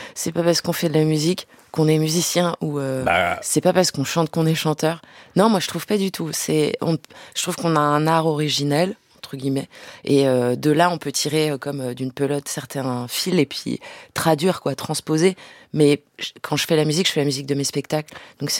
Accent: India; moved away; moi, comme j'ai été élevée en Inde

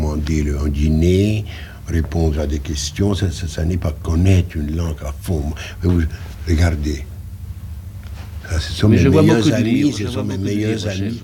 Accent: Poland; French is a second language; now in United States; Je suis polonais

